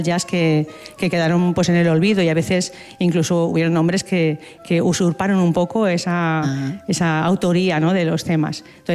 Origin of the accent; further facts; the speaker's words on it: L'Olleria, Valencian Community, Spain; Pero sí, soy muy de mi pueblo, de la Ollería, y eso pues quiero llevarlo pues con mucho orgullo, claro.